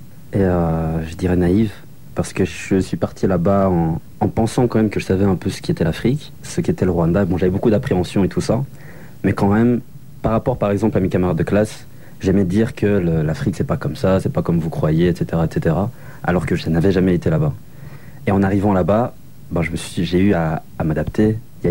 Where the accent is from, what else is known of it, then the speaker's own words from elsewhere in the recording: Switzerland; Je n'ai pas vécu là-bas et je ne suis pas né là-bas. Et en même temps, je ne me considère pas non plus comme suisse comme les autres suisses